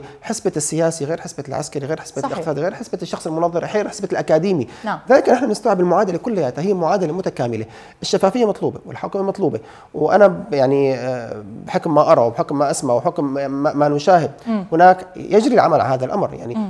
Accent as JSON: {"language": "Arabic", "country": "Syria", "said": "لو بدنا تمويل كسوريين"}